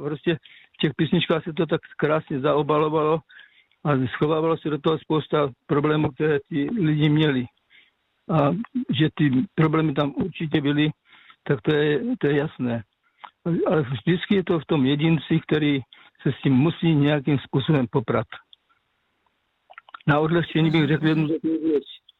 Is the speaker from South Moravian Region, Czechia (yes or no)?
yes; South Moravian Region, Czechia; now in Kopřivnice, Czechia